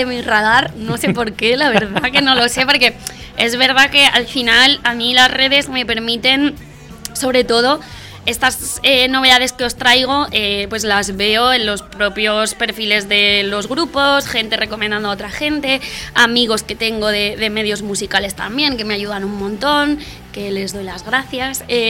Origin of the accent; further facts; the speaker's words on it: Region of Murcia, Spain